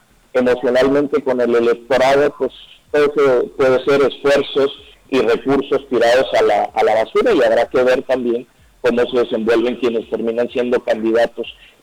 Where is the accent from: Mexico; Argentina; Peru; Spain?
Mexico; Tijuana, Baja California; moved away; Saben, o quienes me conocen, que crecí en Tijuana, que parte de mi familia vive en Tijuana.